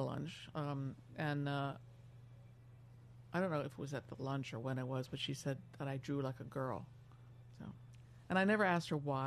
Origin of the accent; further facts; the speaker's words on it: Washington, District of Columbia, United States; I grew up in Washington, D.C. during Watergate, so surrounded by politics